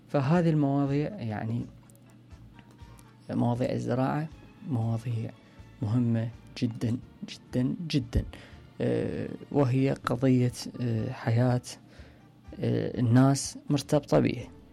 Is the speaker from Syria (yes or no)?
no; Iraq